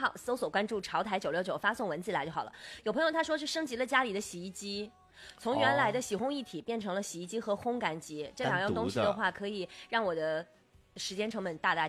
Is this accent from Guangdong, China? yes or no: no; Jiangxi, China; 我们江西人有自己的张凌赫